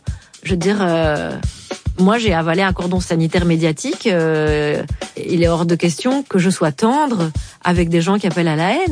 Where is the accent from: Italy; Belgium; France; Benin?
Belgium; Je dis on, vous voyez, parce que je suis belge